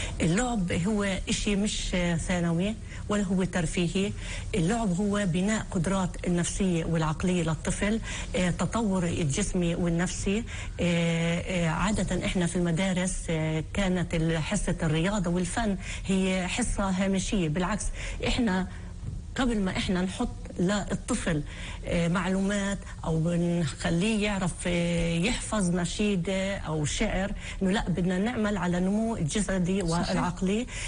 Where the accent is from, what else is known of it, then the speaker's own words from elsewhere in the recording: Palestine; وإحنا كمجتمع فلسطيني منعاني بكثير من ضغوطات.